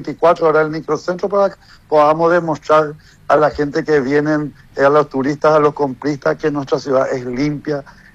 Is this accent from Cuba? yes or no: no; Paraguay